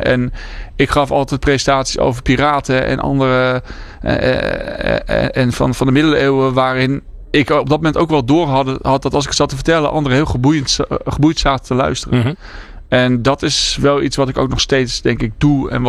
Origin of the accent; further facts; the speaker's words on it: Heerhugowaard, North Holland, Netherlands; moved away as an adult; also born or lived in Groningen; En ik kwam uit Heerhugowaard. Dat ligt bij Alkmaar. En ik was dus nieuw in Groningen.